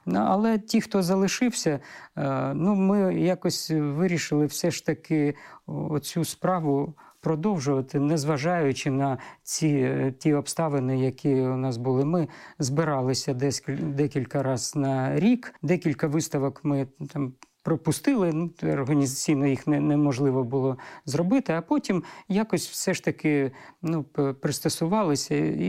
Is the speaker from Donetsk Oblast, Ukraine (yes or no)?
yes; Donetsk, Donetsk Oblast, Ukraine; Я постійний мешканець Донецька, корінний донеччанин, в п'ятому поколінні. Народився в родині лікаря і сам працював все життя лікарем.